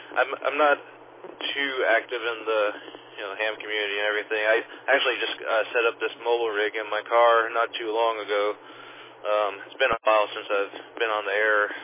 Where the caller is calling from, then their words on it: Gainesville, Florida, United States; I'm coming from Gainesville, Florida.